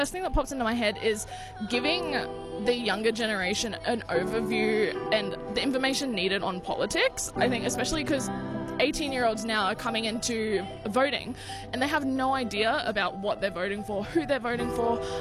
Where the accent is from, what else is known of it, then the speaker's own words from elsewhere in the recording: Toowoomba, Queensland, Australia; I am from Highfields, Toowoomba.